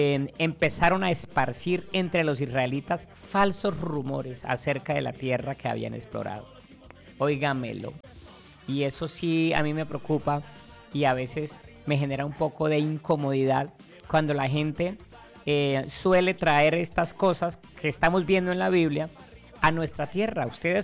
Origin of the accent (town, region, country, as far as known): Colombia